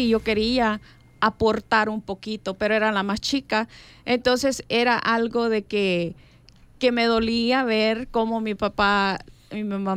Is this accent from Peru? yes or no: no; El Salvador; now in Los Angeles, United States; Cuando salimos de El Salvador, fue en el 84, fue algo muy duro para mí porque yo dejaba a mis abuelos, mi abuelita y mi abuelito, que siempre ellos estuvieron con nosotros, mis amigos de la escuela. Llego a Los Ángeles...